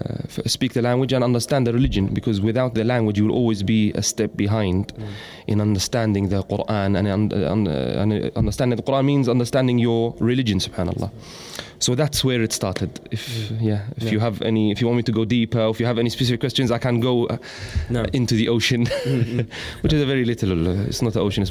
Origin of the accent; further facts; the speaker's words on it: Jordan; moved away; also born or lived in Morocco; So he decided to look for another place, even though we are from Jordan originally